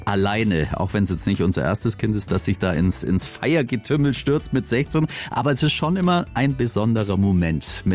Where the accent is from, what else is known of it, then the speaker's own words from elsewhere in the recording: Swabia, Germany; moved away as an adult; now in Erlangen, Germany; hab ja als Schwabe nach Erlangen hingeheiratet und lieb's mittlerweile auch.